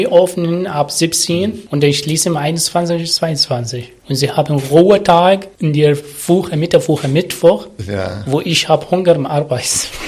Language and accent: German; Abu Dhabi, United Arab Emirates; German is a second language; now in Germany